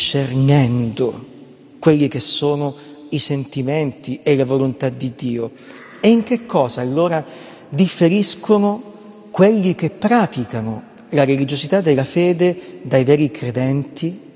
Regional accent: Calabria, Italy; io sono della Calabria

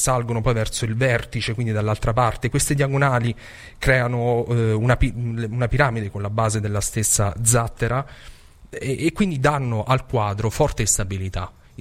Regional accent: Abruzzo, Italy; Io sono abruzzese, anche lui nei suoi dipinti è la realtà

